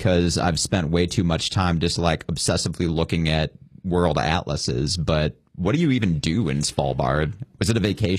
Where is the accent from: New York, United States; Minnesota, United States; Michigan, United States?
Michigan, United States; moved away; I grew up in Michigan.